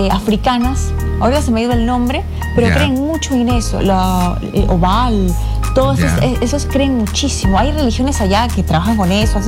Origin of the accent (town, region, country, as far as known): Peru; moved away as an adult; also born or lived in Argentina